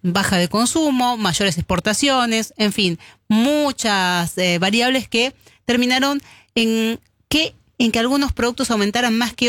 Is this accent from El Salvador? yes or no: no; Argentina; Como argentinos, el producto, la fruta que más consumimos